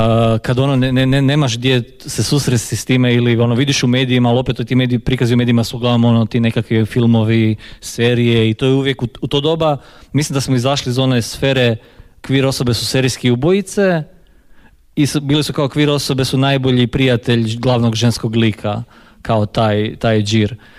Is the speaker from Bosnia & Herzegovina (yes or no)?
no; Poreč, Istria County, Croatia; moved away as an adult; ja sam inače iz Poreča, kao pa tu iz Istre, ali ovaj, došao sam bio studirati u Zagreb